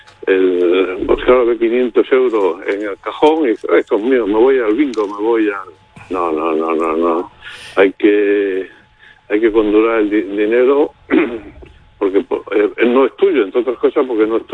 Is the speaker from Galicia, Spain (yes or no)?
no; Malpartida de Plasencia, Extremadura, Spain; dicen en mi pueblo Malpartida